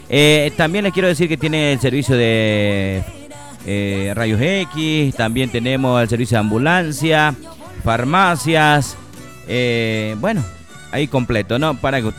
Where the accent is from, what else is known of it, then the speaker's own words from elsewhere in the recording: Mizque, Cochabamba, Bolivia; Ella es una misqueña de corazón, ¿no? Allá de mi tierra, ¿eh?